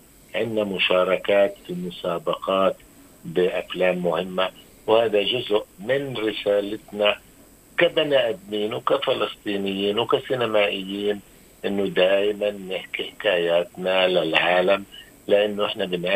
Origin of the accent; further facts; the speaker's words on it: Gaza, Gaza Strip, Palestine; moved away; كفلسطيني وأنا من مواليد غزة، أنا ابن غزة وأهلي كلهم بغزة